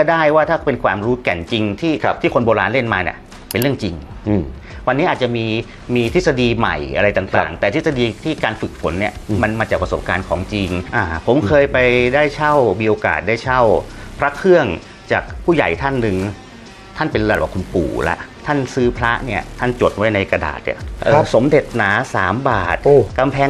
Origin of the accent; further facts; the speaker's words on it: Saraburi, Thailand; moved away as an adult; also born or lived in Bangkok; ผมเป็นคนจังหวัดสระบุรีคนต่างจังหวัดนะครับ